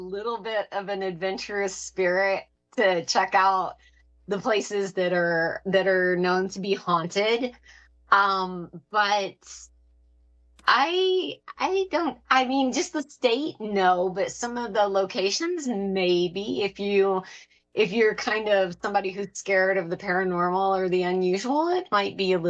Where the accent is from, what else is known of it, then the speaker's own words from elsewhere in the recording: Arkansas, United States; also born or lived in Texas; I was born in Texas, actually, but we moved when I was a baby back to my dad's hometown in Arkansas.